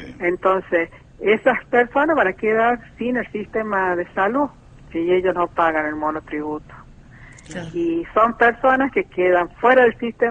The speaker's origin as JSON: {"language": "Spanish", "region": "La Rioja", "country": "Argentina", "said": "yo estoy preocupada como riojana"}